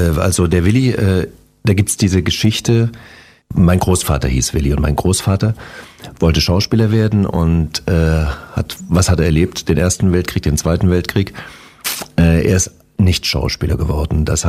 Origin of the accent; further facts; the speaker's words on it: Zwickau, Saxony, Germany; also born or lived in Dresden; Also in Dresden geboren und in Zwickau groß geworden